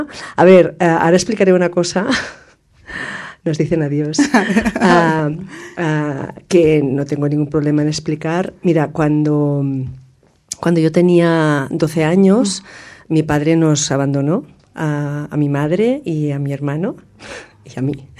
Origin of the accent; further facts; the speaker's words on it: Llinars del Vallès, Catalonia, Spain; born there; A ver, yo nací en Llinars del Vallès. Mis padres llegaron aquí en los años 60, procedentes de Extremadura.